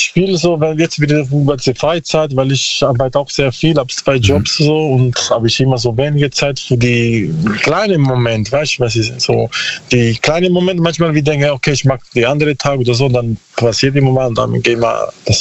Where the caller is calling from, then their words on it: Bruchsal, Baden-Württemberg, Germany; Ja, so Karlsruhe.